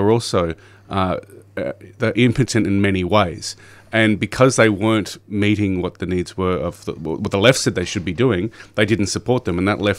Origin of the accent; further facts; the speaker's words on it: Queensland, Australia; the redneck right that, you know, I grew up with in Queensland